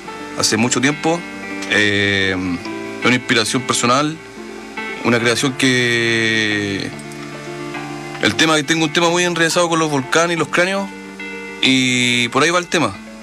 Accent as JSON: {"language": "Spanish", "town": "Santiago", "region": "Santiago Metropolitan Region", "country": "Chile", "lives_now": "Valdivia, Chile", "said": "yo soy de Santiago, pero cuando llegué a Valdivia me di cuenta que Valdivia es una ciudad muy hermosa"}